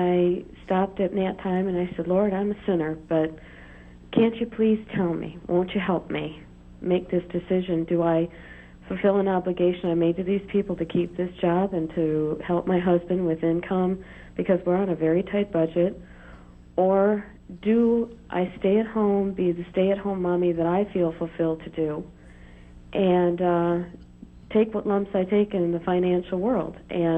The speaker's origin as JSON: {"language": "English", "region": "Michigan", "country": "United States", "said": "I'm from Michigan."}